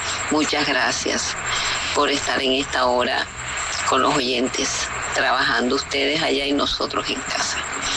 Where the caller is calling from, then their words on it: Barranquilla, Atlántico, Colombia; Les hablo desde Barranquilla.